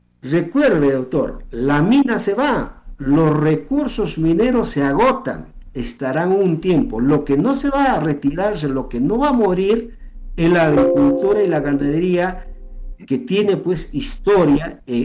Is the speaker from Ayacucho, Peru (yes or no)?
yes; Acos, Ayacucho, Peru; yo soy de Acos. Soy usuario más de 10 años, yo soy comunero más de 10 años, tengo chacra